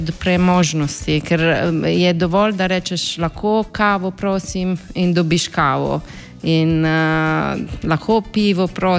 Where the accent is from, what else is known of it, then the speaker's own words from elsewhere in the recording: Italy; Slovenian is a second language; now in Slovenia; In ena ženska je vprašala, če sem iz Primorske. In sem rekla ne, ampak mogoče, če bi slišala malo več, bi pogruntala, da nisem iz Primorske in da sem iz Italije.